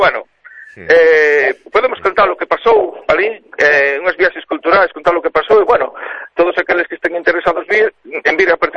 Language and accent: Galician; Galicia, Spain; now in A Coruña, Spain; os que somos de Costa da Morte, de fe, de toda a vida, que a levamos moi, moi adentro. Eu vivo na Coruña